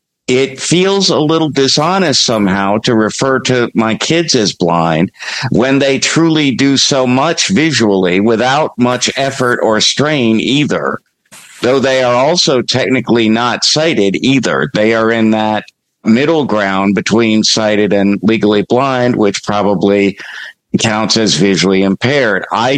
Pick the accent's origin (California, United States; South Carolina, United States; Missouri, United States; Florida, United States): South Carolina, United States; So I have to shout out to this person because they're from my home state of South Carolina.